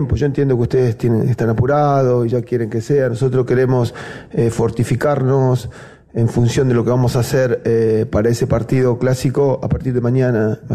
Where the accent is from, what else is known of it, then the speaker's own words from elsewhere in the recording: Argentina; Agradecimiento eterno a una persona que como argentino nos dio tanto y tan lindo, ¿no?